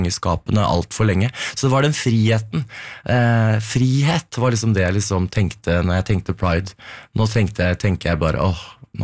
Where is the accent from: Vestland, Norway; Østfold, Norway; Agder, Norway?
Østfold, Norway; Moss; now in Oslo, Norway; Nei, altså som når jeg flyttet, jeg kom jo fra Moss, og der var det jo, ikke sant, 2006, da var det ikke veldig mange åpne homofile da, så Oslo ble jo på en måte et fristed